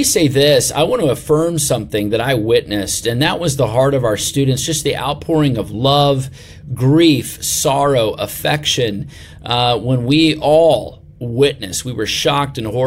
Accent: Dallas, Texas, United States; I grew up in the Dallas area.

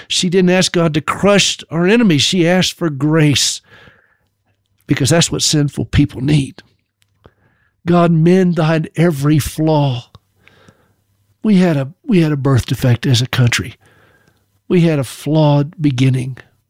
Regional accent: United States; The point of it is we're American citizens and we have a great nation.

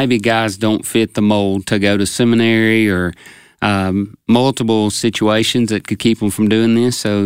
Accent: Oxford, Mississippi, United States; now in Shannon, United States; I was born and raised in Oxford, and but I'm pastoring now at Old Union in Shannon

